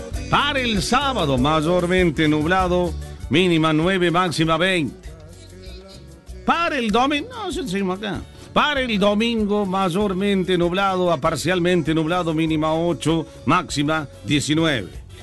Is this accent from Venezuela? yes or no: no; Junín, Buenos Aires Province, Argentina; Somos de Junín, Buenos Aires.